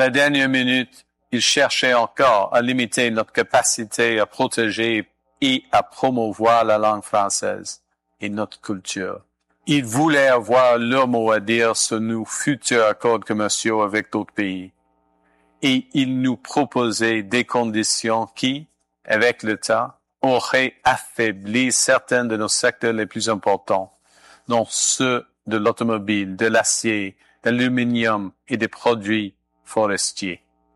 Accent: Canada; notre avenir ne se décidera pas à Washington, mais bien chez nous, au Canada.

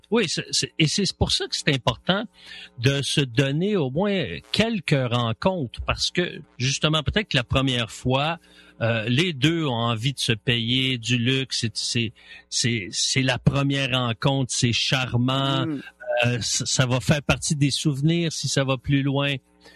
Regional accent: Laval, Quebec, Canada; Moi, je savais pas, je viens de Laval.

